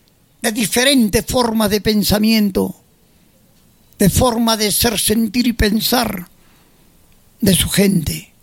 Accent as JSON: {"language": "Spanish", "country": "Peru", "said": "los puntos de coincidencia que nos interesan como peruanos"}